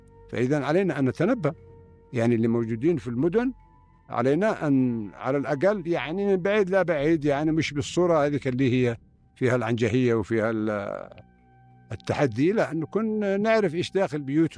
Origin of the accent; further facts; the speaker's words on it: Sanaa, Amanat Al Asimah, Yemen; هنا عندنا في صنعاء